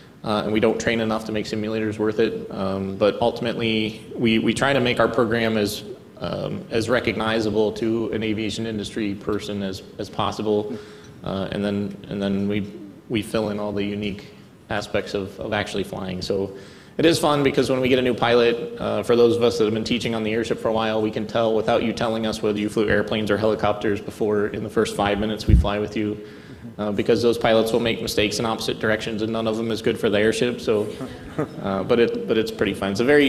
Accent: Green, Ohio, United States; Yeah, so I'm born and raised here in the Akron area. I grew up in Greene.

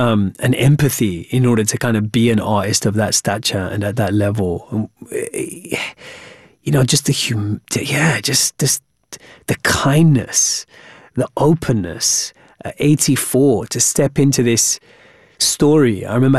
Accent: Wembley, London, United Kingdom; this Hamlet story set in, you know, medieval Denmark, actually is exactly like growing up in Wembley.

